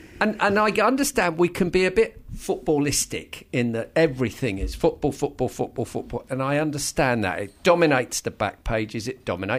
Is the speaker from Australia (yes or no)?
no; England, United Kingdom; being proud Englishman